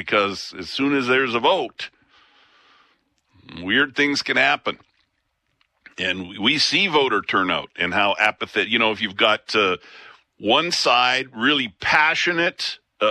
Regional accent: Alberta, Canada; I mean, I know growing up in Alberta, even back then, I know there's always been this undercurrent of, you know, the rest of Canada doesn't appreciate us.

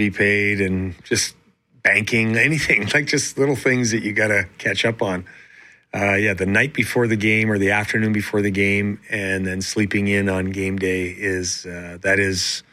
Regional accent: Ireland; because I'm Irish, so the sun is, you know.

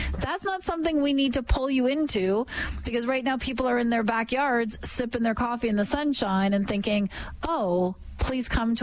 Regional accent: Ontario, Canada; Are skunks more of an Ontario phenomenon? Because I grew up in Ontario.

